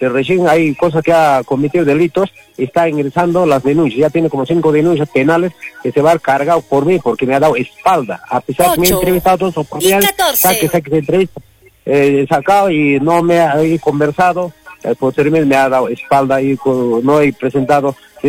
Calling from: Yura, Arequipa, Peru; para mi pueblo, Yura Tradiciones

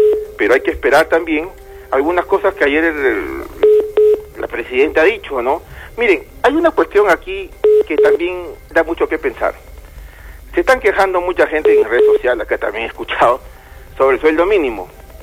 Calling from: Lima, Peru; Los que somos de Lima, sabemos de eso.

